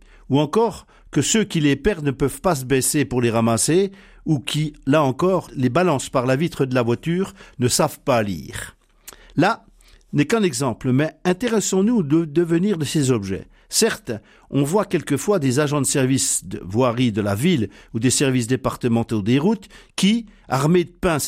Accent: Bourgogne-Franche-Comté, France; Chez nous, en Franche-Comté

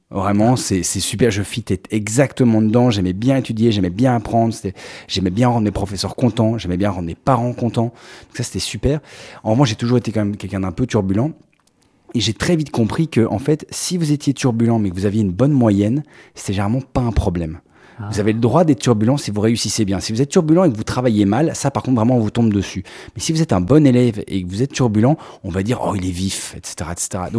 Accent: Belgium; Alors, j'ai grandi en Belgique. Alors, je suis franco-belge, mais j'ai toujours vécu ici. J'ai fait mes études à Bruxelles et en banlieue bruxelloise, à Rode-Saint-Genèse.

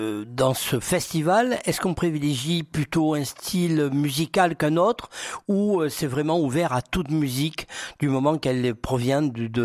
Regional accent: Marseille, Provence-Alpes-Côte d'Azur, France; moi, je viens de Marseille.

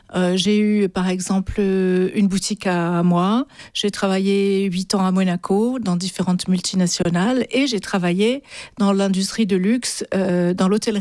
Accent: Marseille, Provence-Alpes-Côte d'Azur, France; born there; mon chemin, je suis née à Marseille, pas très loin d'ici, mais je suis née à Marseille, où j'ai quasiment jamais vécu.

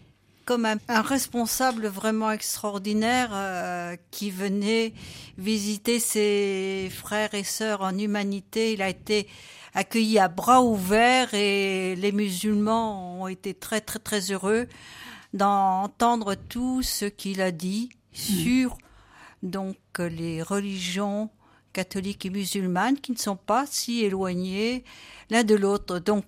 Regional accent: Le Poiré-sur-Vie, Pays de la Loire, France; born there; Je suis née au Poiré-sur-Vie, en Vendée, où ma famille vit depuis des générations. Et je suis catholique pratiquante, suivant la tradition donc familiale.

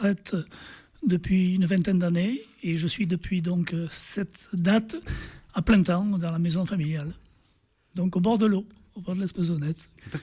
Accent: Marseille, Provence-Alpes-Côte d'Azur, France; moved away; also born or lived in Ardèche; Moi j'habite à Marseille à l'époque

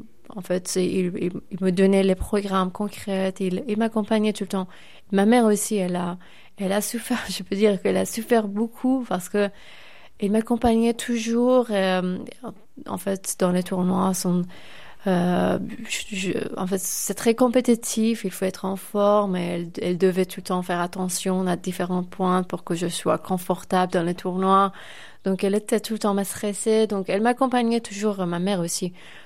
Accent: Iran; Oui, ma première fois que je suis sortie de l'Iran, J'avais seulement 8 ans et demi. Mon premier voyage, c'était en Espagne. Déjà à l'aéroport, j'ai compris que en Iran, on vit complètement, nos vies sont différentes.

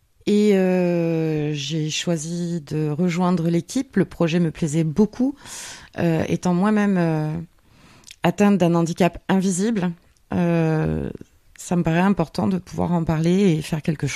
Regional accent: Île-de-France, France; moved away as an adult; now in Digne-les-Bains, France; Alors, moi, je viens de région parisienne. Je suis à Digne depuis une bonne dizaine d'années, ville qui me plaît beaucoup.

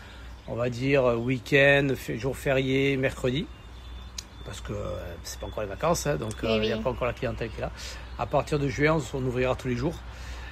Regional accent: Perpignan, Occitanie, France; moved away as an adult; now in Bram, France; Je suis de Perpignan

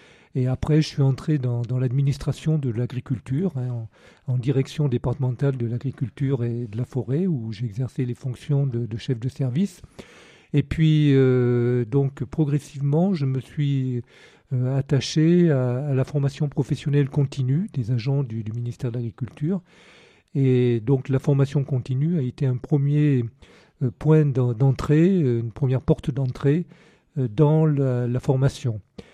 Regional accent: Annonay, Auvergne-Rhône-Alpes, France; moved away as an adult; now in Carcassonne, France; je suis un Ardéchois et je suis fier d'être Ardéchois puisque je suis né à Annonay, donc dans le nord de l'Ardèche, et j'ai poursuivi mes études en dehors de l'Ardèche, mais jusqu'au baccalauréat, donc j'ai habité à Annonay.

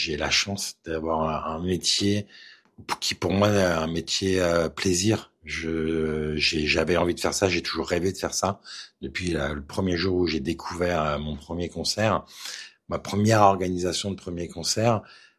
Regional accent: Colombes, Île-de-France, France; je suis des années 70. Et en tout cas, à l'époque, malgré que j'habite quand même, quand j'étais petit, à Colombes, qui était une grande ville quand même, de la banlieue parisienne

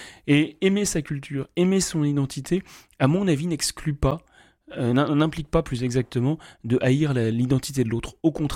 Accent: Hauts-de-France, France; je suis un homme, je suis français, je suis du diocèse de Lille, enfin en tout cas de la région lilloise.

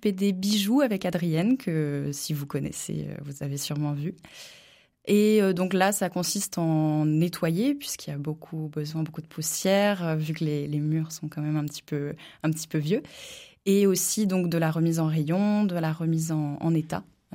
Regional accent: Brittany, France; now in Charente, France; Avant, donc moi je suis bretonne, donc il y a eu cette partie-là.

